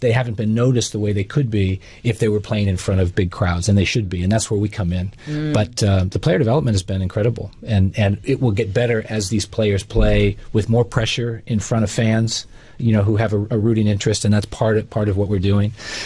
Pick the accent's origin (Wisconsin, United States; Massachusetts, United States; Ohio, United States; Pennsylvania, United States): Massachusetts, United States; Boston; I grew up in the Boston area, just to show my age.